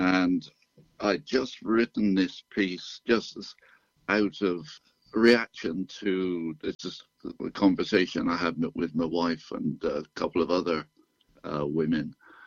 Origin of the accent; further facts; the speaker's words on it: United Kingdom; moved away as an adult; now in St. John's, Canada; You can tell from my accent, I'm not yet a Newfoundlander. I was born in the UK and lived there for 40 years before I came over here.